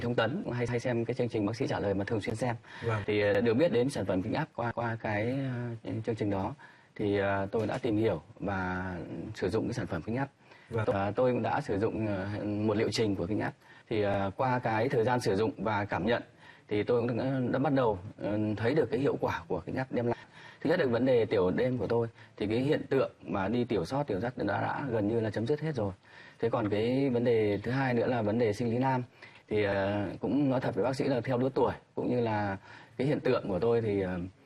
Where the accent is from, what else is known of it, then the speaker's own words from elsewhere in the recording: Hanoi, Vietnam; Tôi đến từ Hà Nội.